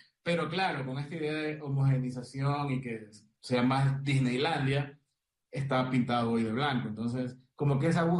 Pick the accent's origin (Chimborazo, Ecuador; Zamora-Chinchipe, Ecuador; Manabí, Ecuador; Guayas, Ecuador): Guayas, Ecuador; Guayaquil; Por ejemplo, yo tenía como guayaquileño una idea de que el centro histórico de Quito era blanco, ¿ya?